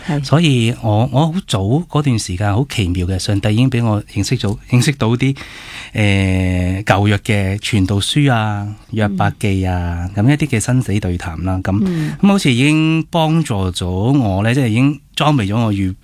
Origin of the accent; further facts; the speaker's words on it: Hong Kong; 我喺单亲家庭去长大嘅，咁我妈咪咧就喺我好细个嘅时候咧就带我嚟到香港，因为佢照顾自己嘅妈咪啦，即系我婆婆啦。咁我哋就两个人喺香港相依为命啦。